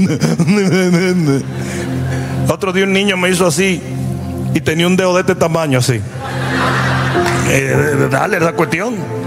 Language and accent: Spanish; Dominican Republic; un lugar que se llama Arroyo Hondo en mi país. Es un vecindario con muchas bajadas.